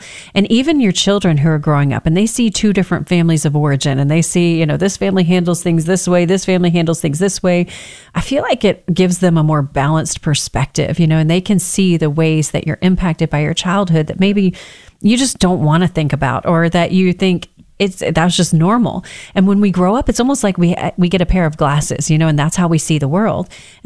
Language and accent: English; Texas, United States; accent: Texas twang; we're from Texas, so we got a little Texas twang in there